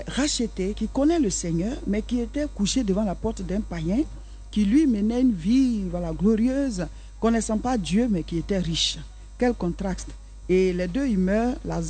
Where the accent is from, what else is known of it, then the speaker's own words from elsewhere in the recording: Côte d’Ivoire; now in France; Je ne suis pas ici, je suis venu de la France, je suis ivoirien d'origine, mais je ne vis pas ici.